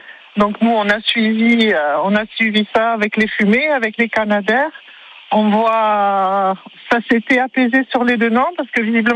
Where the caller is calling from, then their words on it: Lédenon, Occitanie, France; Je suis à Lédenon, donc juste en dessous de la Pinède qui a pris feu